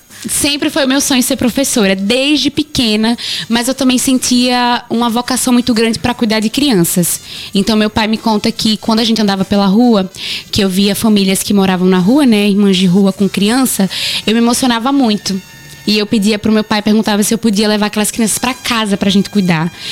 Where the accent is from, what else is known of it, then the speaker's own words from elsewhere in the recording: Penedo, Alagoas, Brazil; born there; also born or lived in Bom Sucesso, Coruripe, Alagoas; Eu nasci aqui em Penedo, mas morei em Bom Sucesso, que é pertinho de Pindorama, povoado de Coruripe. E depois eu vim para cá, para Penedo, pro povoado Capela.